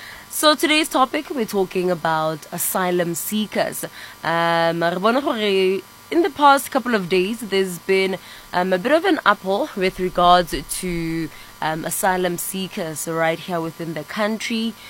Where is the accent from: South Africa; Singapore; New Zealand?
South Africa